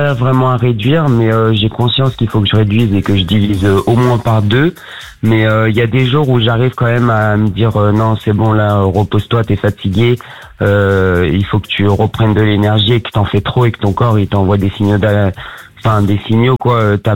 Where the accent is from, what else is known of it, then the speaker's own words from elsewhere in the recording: Lyon, Auvergne-Rhône-Alpes, France; Moi, je viens du côté de Lyon.